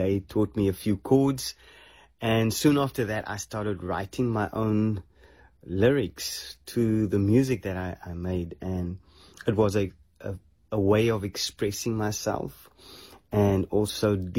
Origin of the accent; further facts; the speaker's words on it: Paarl, Western Cape, South Africa; I'm a musician from Paul here in South Africa. Most of you might know Cape Town. I'm close to Cape Town, so you could say I'm a Cape Town boy.